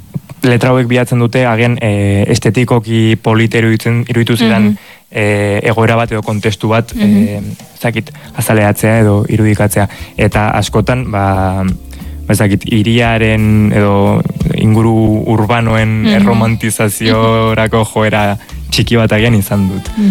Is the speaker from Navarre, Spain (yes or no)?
yes; Pamplona, Navarre, Spain; ni Iruñekoa naiz, betianik bizi izan naiz Iruñan